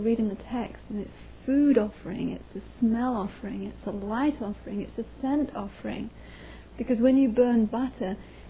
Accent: England, United Kingdom; born or raised there

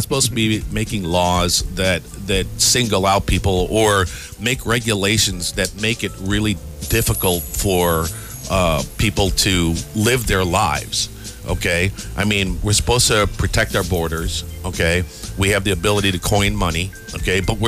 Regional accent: Chicago, Illinois, United States; moved away as an adult; I grew up in Chicago. I was there for 30 years.

